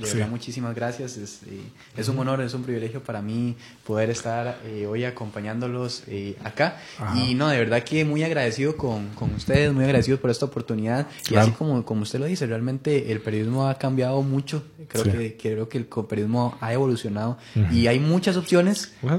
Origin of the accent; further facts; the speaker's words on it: Heredia, Costa Rica; yo soy oriundo de Heredia. Yo nací en Heredia.